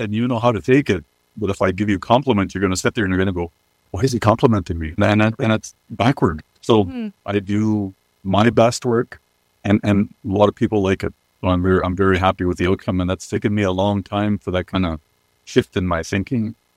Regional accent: Canada; I read comic books when I was a kid growing up on the Rez.

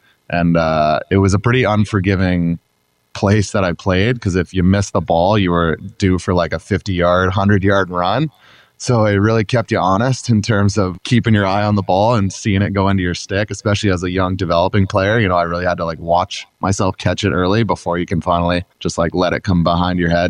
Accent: Georgetown, Ontario, Canada; There was a group of us from my hometown who was four of us who were all kind of commuting together down to Vaughan, Ontario, back to Georgetown.

